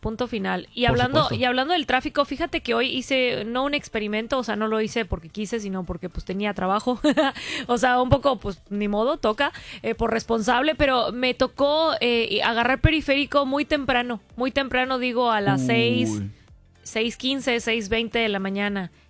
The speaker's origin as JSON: {"language": "Spanish", "town": "Mérida", "region": "Yucatán", "country": "Mexico", "said": "Pero nosotros como yucatecos, o sea, de toda la vida, pues sí. Es súper diferente el tráfico de hoy en día. Esto no existía aquí en Mérida, al menos en Mérida."}